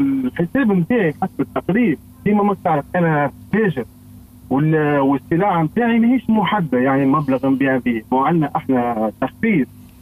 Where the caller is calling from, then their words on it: Manouba, Tunisia; من منوبة.